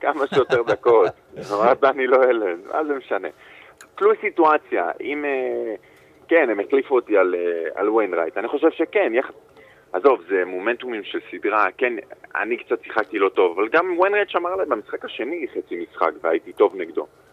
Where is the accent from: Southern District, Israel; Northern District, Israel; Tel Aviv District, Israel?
Southern District, Israel; Ashdod; גדלתי באשדוד